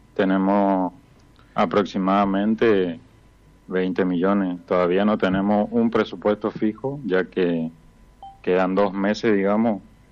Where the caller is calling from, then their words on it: Riachuelo, Corrientes, Argentina; Soy de Riachuelo Corrientes, señor.